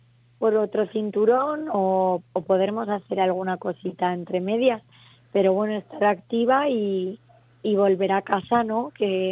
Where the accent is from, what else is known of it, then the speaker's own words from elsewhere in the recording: Aragon, Spain; el placer es mío de representar mi tierra